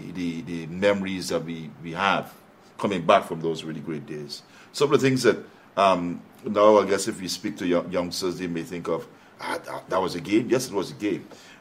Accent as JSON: {"language": "English", "region": "East Berbice-Corentyne", "country": "Guyana", "tie": "born or raised there", "moved": "yes", "said": "I grew up in Keenfield Settlement. This is Burbese, Kanji."}